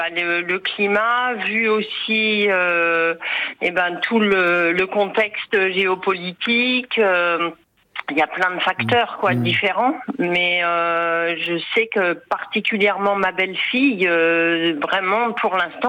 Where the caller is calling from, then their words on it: Nantes, Pays de la Loire, France; Je suis de Nantes.